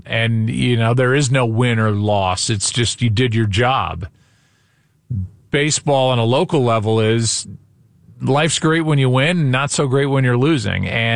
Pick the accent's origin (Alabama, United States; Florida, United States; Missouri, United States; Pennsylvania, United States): Missouri, United States; I'm going to be calling my hometown team in the World Series and my first World Series on network TV.